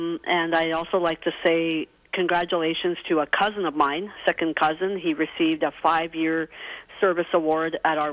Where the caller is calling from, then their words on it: Dauphin, Manitoba, Canada; calling from Dauphin.